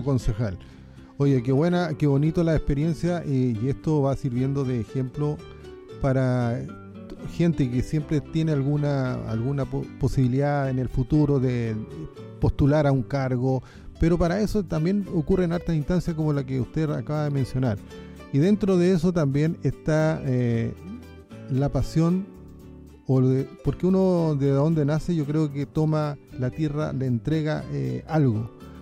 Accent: Colina, Santiago Metropolitan Region, Chile; born there; usted se está encontrando con un nacido en Esmeralda, un esmeraldino. Yo siempre he dicho colinano porque en la comuna, pero yo soy nacido en Esmeralda también.

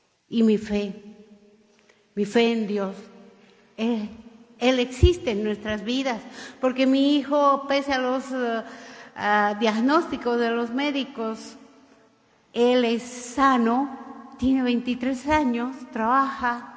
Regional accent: Bolivia; moved away as an adult; now in Rengo, Chile; boliviana. Llegué en noviembre del 2025 a Rengo

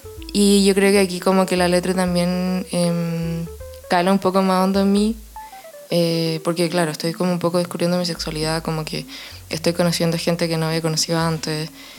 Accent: San Bernardo, Santiago Metropolitan Region, Chile; yo crecí en San Bernardo, pudo haber pasado en Quinta Normal

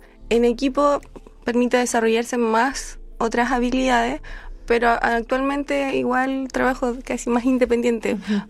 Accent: Chillán, Ñuble, Chile; Acá. Soy de Chillán.

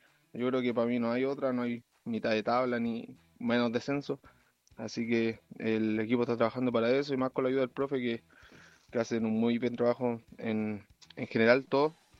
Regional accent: Santiago, Santiago Metropolitan Region, Chile

